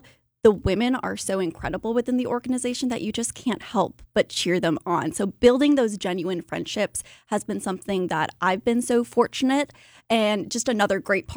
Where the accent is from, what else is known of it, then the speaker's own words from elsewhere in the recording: Onalaska, Wisconsin, United States; I grew up on the west side, born and raised in Onalaska, went to school in Viterbo.